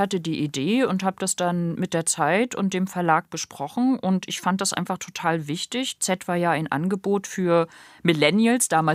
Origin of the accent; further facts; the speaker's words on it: Rostock, Mecklenburg-Vorpommern, Germany; moved away as an adult; also born or lived in Cologne / Munich; ich bin ja auch aus dem Osten und ich bin ja nicht nur norddeutsch, sondern ich bin ja auch aus dem Osten, ich bin aus Rostock.